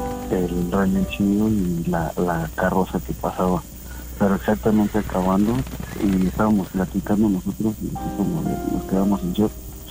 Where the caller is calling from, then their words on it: Zumpango, State of Mexico, Mexico; Aquí de Zumpango.